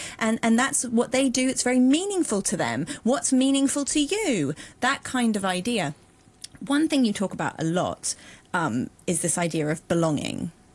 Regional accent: Hong Kong; what they learn in school is different to how I learned in school growing up in Hong Kong.

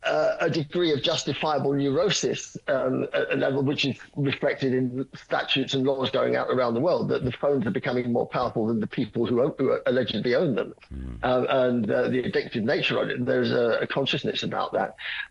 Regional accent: England, United Kingdom; except, I have to say, as an Englishman, what I would call tea.

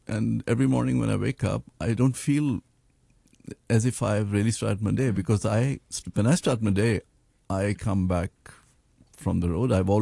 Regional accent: Pakistan; now in Hong Kong; I come from Pakistan

